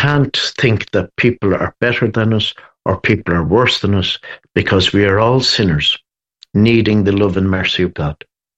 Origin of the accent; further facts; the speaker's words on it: Dublin, Leinster, Ireland; Brother Oliver was a passionist brother when I was growing up in Dublin